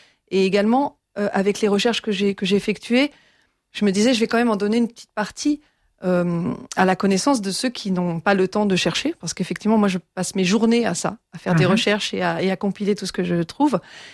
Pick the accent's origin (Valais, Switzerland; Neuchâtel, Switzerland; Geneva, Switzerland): Geneva, Switzerland; born there; moi je suis née à Genève, j'y habite, c'est le canton des organisations internationales